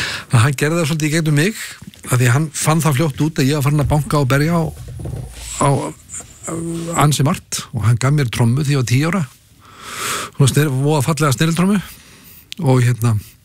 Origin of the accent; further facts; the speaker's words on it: Kópavogur, Capital Region, Iceland; also born or lived in New York; Já, já, ég eldi upp í Kópavogur.